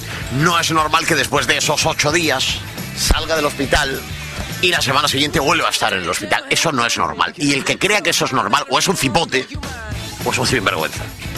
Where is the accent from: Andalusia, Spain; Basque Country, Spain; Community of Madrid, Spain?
Andalusia, Spain; Almería; somos almerienses, en mi caso, desde hace 52 años